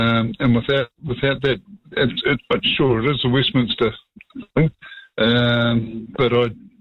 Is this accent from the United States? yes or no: no; New Zealand; it's part of what you've got to do as a Kiwi